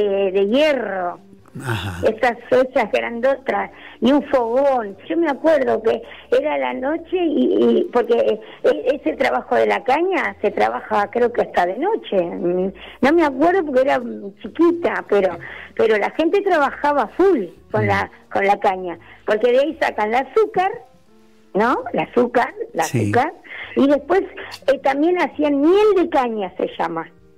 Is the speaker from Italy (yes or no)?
no; Tucumán, Argentina; Acá hablar sobre el tema de la miel, porque yo soy tucumana.